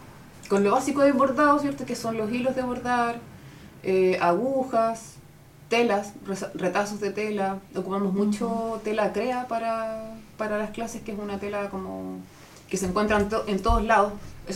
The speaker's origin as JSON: {"language": "Spanish", "town": "Santiago", "region": "Santiago Metropolitan Region", "country": "Chile", "moved": "yes", "lives_now": "Maule, Chile", "said": "Yo soy de Santiago, ya me siento maulina, pero pero en Santiago y acá en el Maule he trabajado en varias partes."}